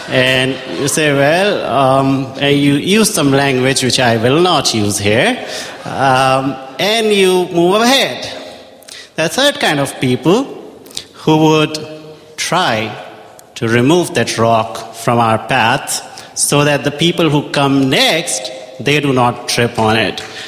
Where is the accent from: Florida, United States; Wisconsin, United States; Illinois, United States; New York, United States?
Florida, United States; Orlando; I'm from Orlando, Florida, a wonderful place where you all be there next year.